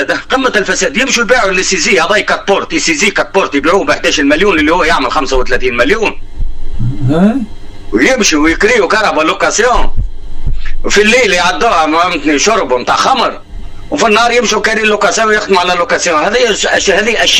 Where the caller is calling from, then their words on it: Portugal; نتكلم فيكم البرتغال انا.